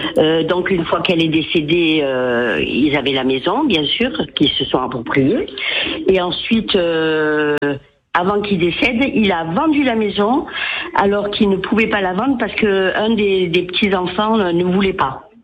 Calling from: Ajaccio, Corsica, France; Moi, je suis à Ajaccio, donc.

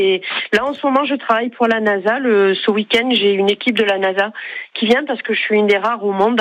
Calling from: Saint-Chély-d'Apcher, Occitanie, France

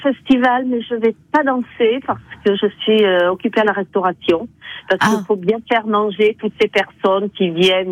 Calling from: Chambéry, Auvergne-Rhône-Alpes, France; je suis à Chambéry.

